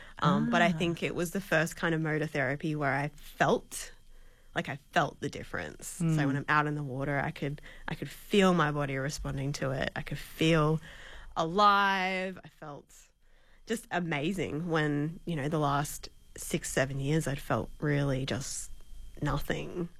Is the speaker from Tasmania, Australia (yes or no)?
no; Queensland, Australia; I just really want to learn to surf because I grew up in North Queensland.